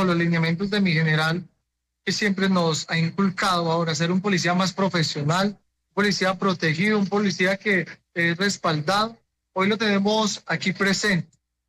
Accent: La Tebaida, Quindío, Colombia; now in Pereira, Colombia; Yo soy oriundo de la Tebaida Quindío. La gente también ha pensado en estos días que soy caleño. Tengo esa sangre caleña o esa sangre porque mi papá es tumaqueño. Entonces tengo esa sangre, pero soy de la Tebaida Quindío.

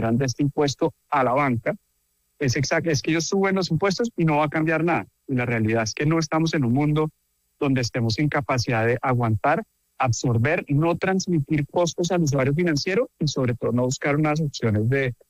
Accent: Colombia

